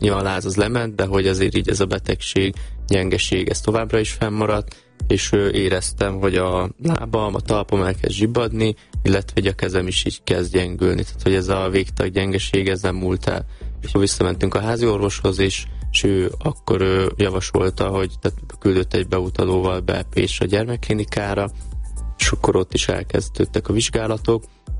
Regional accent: Nagyváty, Baranya, Hungary; ugye a apukám maradt otthon a bátyámmal, ugye Pécs mellett, Nagyváton, uh-huh. Ugye szülőfalumba

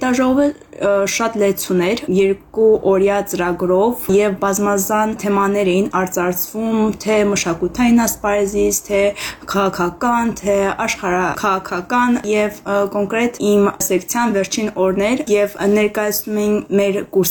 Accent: Armenia; նրանք հարցնում էին, որտեղից եք, ասում ես Հայաստանից

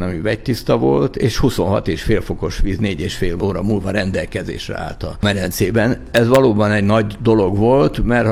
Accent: Agárd, Fejér, Hungary; also born or lived in Budapest; Igen, én 4 éves voltam, amikor Zuglóból oda költöztünk, mert államosított édesapám pékségét, és lementünk az agárdi házunkba.

